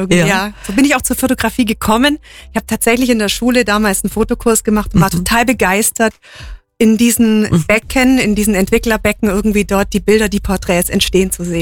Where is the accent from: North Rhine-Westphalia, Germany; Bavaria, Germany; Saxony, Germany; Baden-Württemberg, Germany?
Bavaria, Germany; Memmingen; moved away; also born or lived in Munich; ich bin Memmingerin und war 20 Jahre in München, habe auch in München meine Fotografenlehre gemacht.